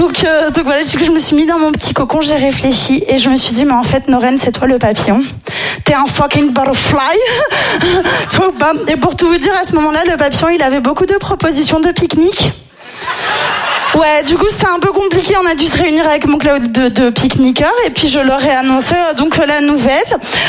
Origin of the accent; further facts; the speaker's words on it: Nice, Provence-Alpes-Côte d'Azur, France; moi je suis niçoise, donc c'est littéralement mes deux activités préférées quoi dans la vie.